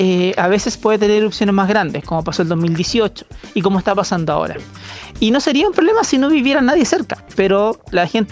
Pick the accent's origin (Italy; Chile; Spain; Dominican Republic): Chile; Yo no soy de Santiago. Ah, mi corazón regionalista está todo el tiempo.